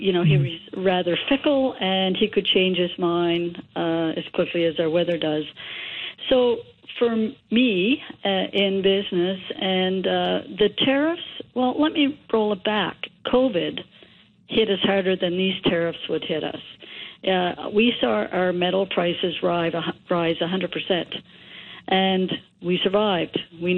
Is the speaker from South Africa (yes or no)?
no; Canada; for me, as a Canadian